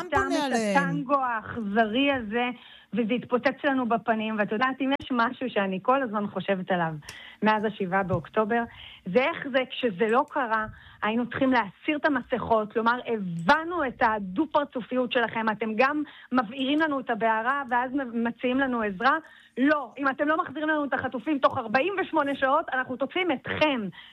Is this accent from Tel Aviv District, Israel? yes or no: no; Jerusalem, Jerusalem District, Israel; אני ירושלמית